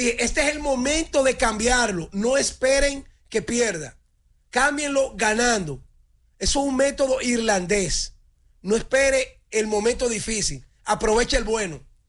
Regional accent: La Vega, Dominican Republic; yo viviendo en La Vega

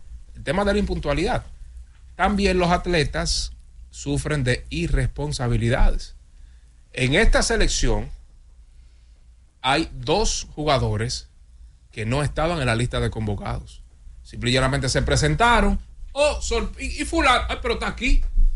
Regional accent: Dominican Republic; una mala costumbre como dominicanos?

